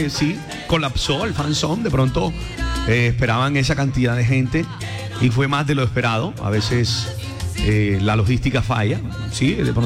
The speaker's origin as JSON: {"language": "Spanish", "country": "Colombia", "said": "estamos hasta sorprendidos como colombianos con lo que está pasando"}